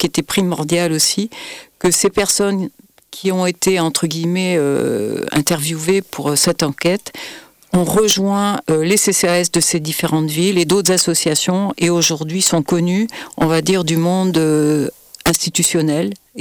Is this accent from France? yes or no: yes; France; chez nous, en France